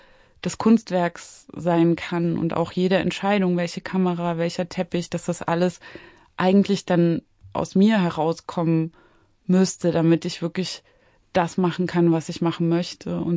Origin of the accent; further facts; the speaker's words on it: Zwickau, Saxony, Germany; Also das, was ich dachte, was Zwickau ist oder der Ort, wo ich aufgewachsen bin oder die Orte, die ich dachte zu kennen, die Menschen, die ich dachte zu kennen.